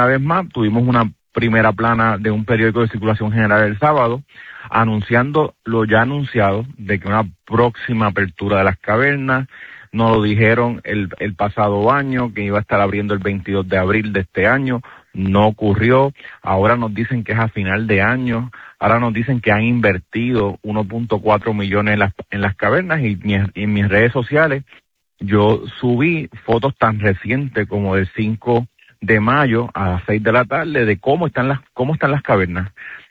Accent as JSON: {"language": "Spanish", "town": "Camuy", "country": "Puerto Rico", "said": "y así también como la gente de Bayamón, Vega Alta y por supuesto de mi pueblo de Camuy."}